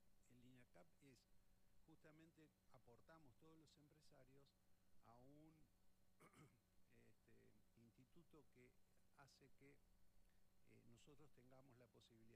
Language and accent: Spanish; Neuquén, Argentina; also born or lived in San Rafael, Mendoza; Soy neuquino, conocí el Álamo.